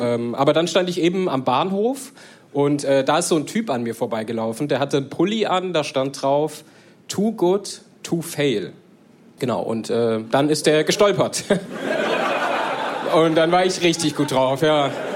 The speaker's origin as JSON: {"language": "German", "country": "Germany", "tie": "born there", "also_born_or_lived": "Ethiopia", "said": "Ich wurde adoptiert, so schon vor längerem. Und ich komme eigentlich aus Äthiopien und bin ungefähr mit einem halben Jahr hier in Deutschland angekommen."}